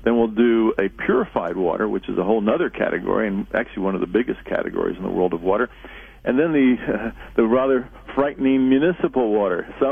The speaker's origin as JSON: {"language": "English", "country": "Italy", "tie": "born or raised there", "said": "Well, you know, I grew up overseas in Italy, and when we were traveling with my family, my parents wouldn't let me drink soft drinks"}